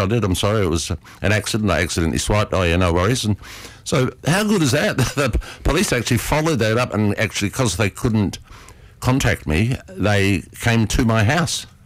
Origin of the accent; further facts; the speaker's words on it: New Zealand; Growing up in New Zealand, we had one.